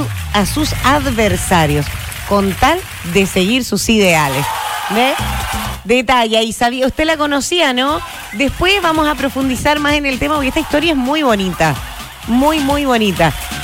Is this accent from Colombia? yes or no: no; Chile; somos porfiados los chilenos